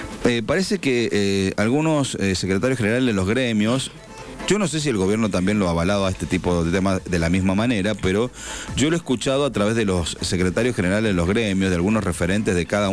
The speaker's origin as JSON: {"language": "Spanish", "country": "Argentina", "said": "Nosotros somos argentinos, también queremos ver el partido."}